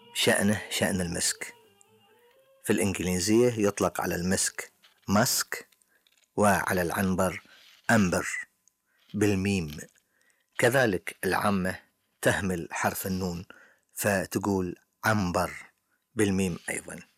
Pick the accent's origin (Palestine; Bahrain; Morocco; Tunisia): Bahrain; عندنا في البحرين